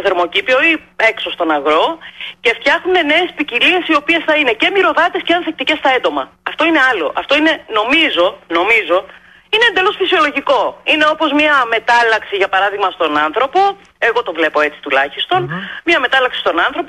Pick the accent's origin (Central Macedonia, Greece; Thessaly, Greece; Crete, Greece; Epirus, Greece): Crete, Greece; Heraklion; Την πόλη μου άντε να υπάρχουν 20, εγώ σου λέω, σε 250.000 κατοίκους του Ηρακλείου, του νομού Ηρακλείου, άντε να υπάρχουν 20.